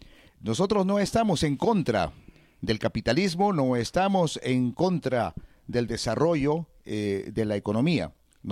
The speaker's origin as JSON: {"language": "Spanish", "country": "Peru", "said": "todos somos peruanos"}